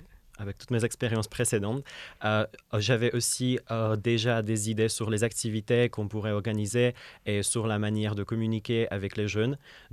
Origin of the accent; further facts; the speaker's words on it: Czechia; French is a second language; also born or lived in Lyon; now in Bourg-en-Bresse, France; j'ai 21 ans, je viens de la République tchèque et je suis volontaire à la Maison de l'Europe et des Européens de l'Ain. Je me suis inscrit à cette mission après avoir déjà vécu 2 ans en France. J'habitais à Lyon